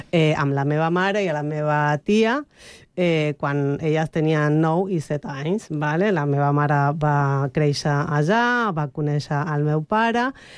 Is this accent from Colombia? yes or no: no; Argentina; moved away as an adult; also born or lived in Palma de Mallorca, Spain; now in Spain; quan jo vaig créixer allà, en realitat soc espanyola, a l'Argentina, bueno, soc espanyola de paper.